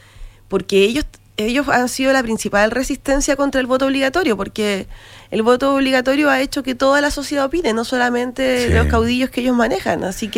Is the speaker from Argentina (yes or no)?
no; Chile; nos ocurre constantemente como chilenos